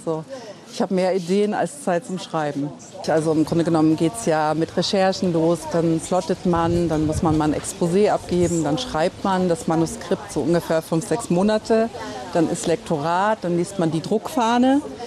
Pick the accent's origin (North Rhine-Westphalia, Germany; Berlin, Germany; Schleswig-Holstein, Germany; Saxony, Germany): Saxony, Germany; Meißen; moved away; Also Meißen ist halt Heimat, ne?